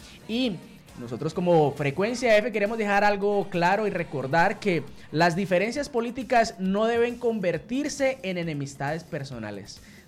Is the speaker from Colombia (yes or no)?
yes; Colombia; porque todos somos colombianos, así que respete al que piense diferente a usted